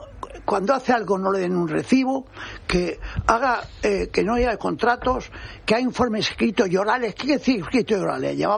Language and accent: Spanish; Spain; yo soy un español normal